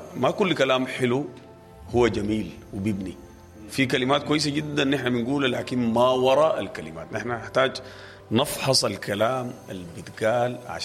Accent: Sudan; اللغة الممكن تجمعنا كسودانيين

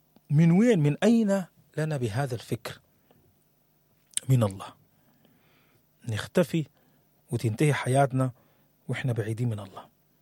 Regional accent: Sudan

